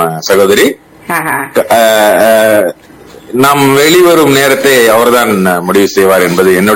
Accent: Salem district, Tamil Nadu, India; born there; now in Salem, India; India, Tamil Nadu, Salem மாவட்டம். சேலம் மாவட்டத்துக்கு அருகே உள்ள வாழப்பாடி தாலுகா, வேலூர் என்ற ஊர் எனது பிறந்த ஊர். ஆனால் நான் தற்சமயம் இருப்பது சேலத்திலே.

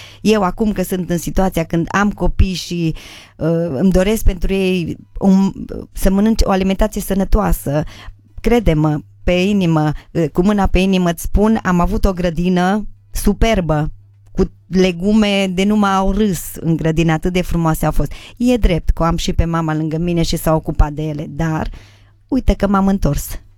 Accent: Baia Sprie, Maramureș County, Romania; Eu crescând în Baia Sprie

